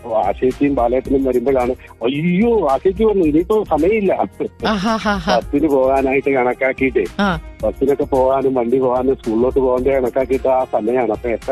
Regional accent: Kanichukulangara, Kerala, India; now in Thrikkakara North, India; വീട് ഇപ്പൊ തൃക്കാറ്റുള്ള നോർത്താണ് ഞങ്ങൾ താമസിക്കുന്നത്. ഞാൻ കണിച്ചുളങ്ങരയാണ്, എന്റെ സ്വദേശം കണിച്ചുളങ്ങരയാണ്.

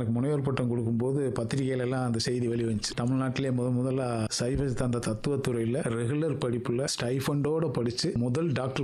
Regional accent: Sholavandan, Tamil Nadu, India; என்னோட சொந்த ஊர் சோழவந்தான்.

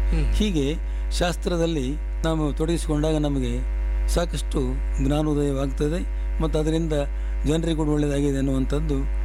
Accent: Karnataka, India; also born or lived in Raichur; ನಮ್ಮ ಊರಲ್ಲಿ ರಾಜಲದಿನಲ್ಲಿದ್ದೆ.

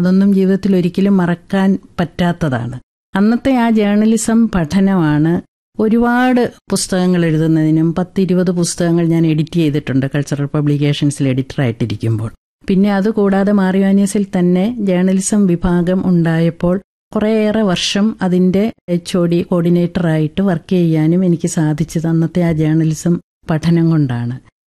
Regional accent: Elamkulam, Kerala, India; എന്റെ സ്വദേശം കാഞ്ഞിരപ്പള്ളിക്കും പാലായിക്കും ഇടയ്ക്കുള്ള ഇളങ്കുളം എന്ന് പറഞ്ഞ സ്ഥലമാണ്. ഞാൻ കാഞ്ഞിരപ്പള്ളി കോളേജിലാണ് പ്രീ ഡിഗ്രി പഠിച്ചത്.

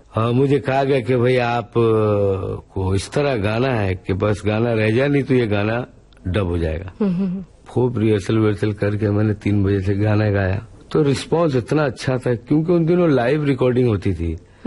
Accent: Kolkata, West Bengal, India; मैं कलकत्ते का ही हूँ, वहीं पैदा हुआ, पला बढ़ा, और बड़ा ही मजहबी किस्म का खानदान है हमारा, रिलीजियस टाइप, सादा लोग बिल्कुल

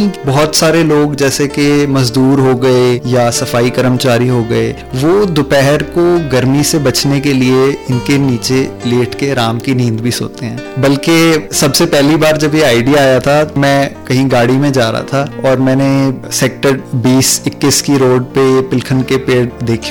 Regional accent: Chandigarh, India; हम तीनों चंडीगढ़ से हैं

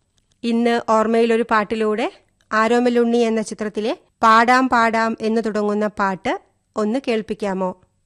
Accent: Pullanchery, Kerala, India; ഞാൻ പുല്ലഞ്ചേരിയിൽ ജനിച്ച ആളാണ്. അവിടെ നിന്ന് എന്റെ കുട്ടിക്കാലത്ത് ശ്രീദേവി ടാക്കീസിൽ ഒരു സിനിമയ്ക്ക് പോയി.

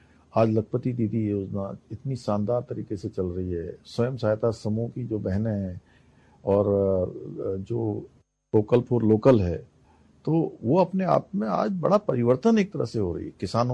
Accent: Uttarakhand, India; मैं उत्तराखंड में पैदा हुआ हूँ, बड़ा हुआ हूँ

